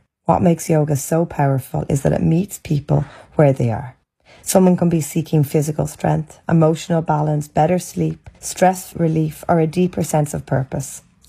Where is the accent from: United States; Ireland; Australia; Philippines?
Ireland; I'm from Ireland. I live in Dublin